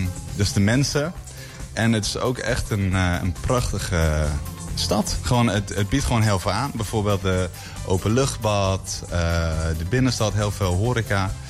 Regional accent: England, United Kingdom; now in Zwolle, Netherlands; Ik kom oorspronkelijk uit Engeland, maar ik woon nu 5,5 jaar in Zwolle. Dus en bijna 10 jaar in Nederland.

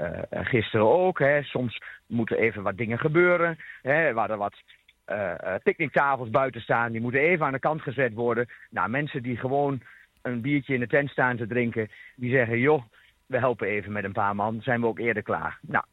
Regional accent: Diepenheim, Overijssel, Netherlands

